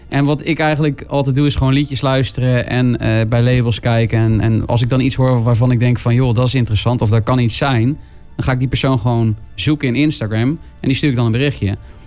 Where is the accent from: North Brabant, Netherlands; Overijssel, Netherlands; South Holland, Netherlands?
North Brabant, Netherlands; Bergen op Zoom; Maar ik kom uit Berg op Zoom. Dus de Bergenaren onder ons, die snappen precies wat ik bedoel.